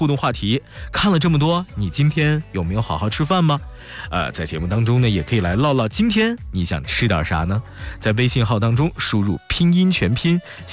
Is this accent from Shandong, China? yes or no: yes; Shandong, China; 我们山东人